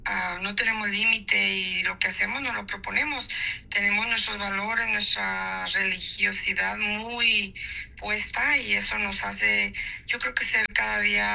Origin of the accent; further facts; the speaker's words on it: Mexico; moved away as an adult; also born or lived in Jalisco; now in United States; Yo tomé la decisión de quedarme en Estados Unidos y pues estoy haciendo lo mejor de mí como hispana, como zacatecana o jalisciense que me considero. Me encanta ir a mi país también